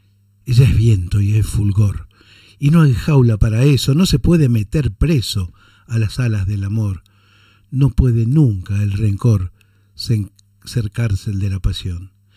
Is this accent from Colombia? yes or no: no; Argentina; Es increíble que esto esté pasando en mi país.